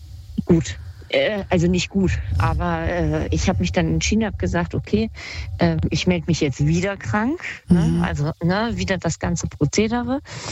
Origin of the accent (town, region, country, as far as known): Kassel, Hesse, Germany; moved away